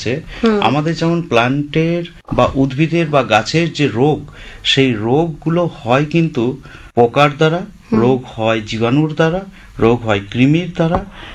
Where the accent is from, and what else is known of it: West Bengal, India